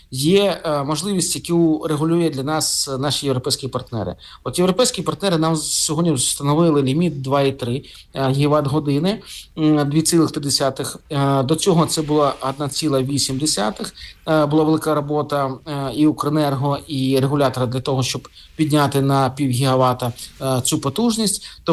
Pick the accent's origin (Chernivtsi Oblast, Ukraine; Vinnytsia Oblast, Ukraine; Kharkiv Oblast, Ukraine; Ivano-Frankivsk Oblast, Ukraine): Kharkiv Oblast, Ukraine; Kharkiv; now in Kyiv, Ukraine; мій рідний Харків